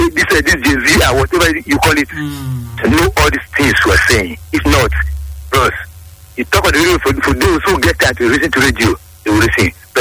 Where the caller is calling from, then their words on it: Cameroon; I'm calling from Cameroon.